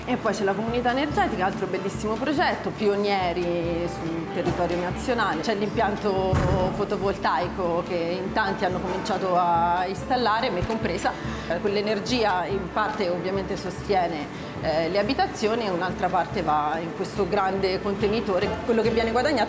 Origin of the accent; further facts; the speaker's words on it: Tuscany, Italy; born there; moved away as an adult; now in Gagliano Aterno, Italy; Sono nata in Toscana, in provincia di Siena.